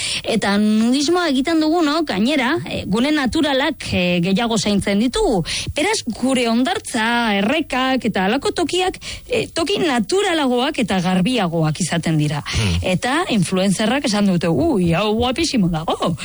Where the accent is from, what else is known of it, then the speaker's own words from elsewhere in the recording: Bilbao, Basque Country, Spain; ez zaitez etorri ze Iralakoak gara super gaiztoak